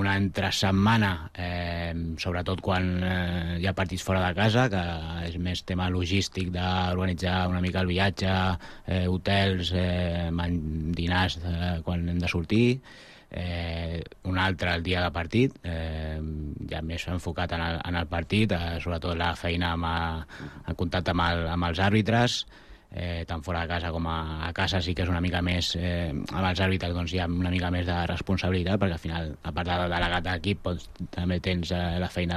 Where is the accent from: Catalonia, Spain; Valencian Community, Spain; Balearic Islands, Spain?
Catalonia, Spain; Sabadell; la gent que som de Sabadell, del Sabadell